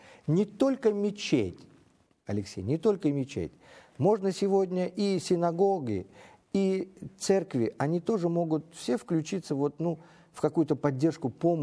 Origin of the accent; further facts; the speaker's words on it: Uzbekistan; moved away; я сам уроженец азиатских стран, я сам уроженец Узбекистана. И я знаю, каков наш народ.